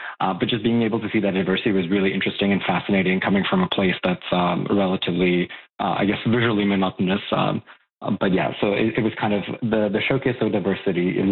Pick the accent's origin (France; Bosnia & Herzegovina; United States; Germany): Bosnia & Herzegovina; now in Canada; So I was born and raised in Bosnia and Herzegovina.